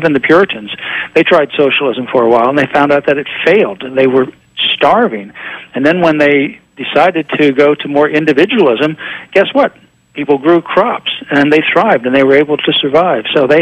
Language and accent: English; Florida, United States; You know, when I grew up in Florida, when I was in K-12 school